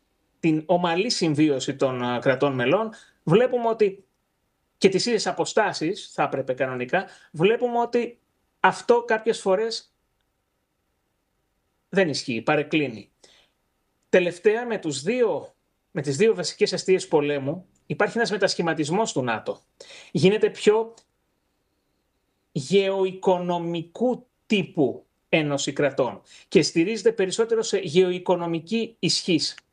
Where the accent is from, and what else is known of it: Greece